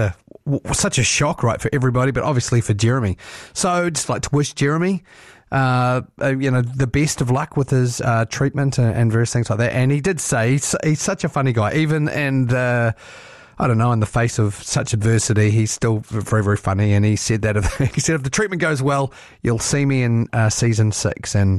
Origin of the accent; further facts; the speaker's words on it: Waikato, New Zealand; growing up in the Waikato and growing up on a farm